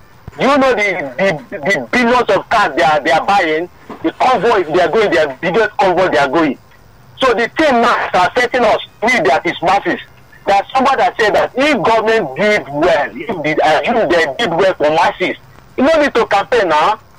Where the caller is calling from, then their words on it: Sangota, Nigeria; calling from Sangota.